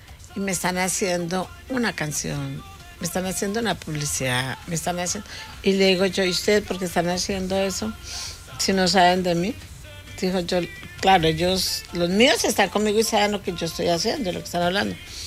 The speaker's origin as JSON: {"language": "Spanish", "country": "Colombia", "said": "Así se habla en Colombia."}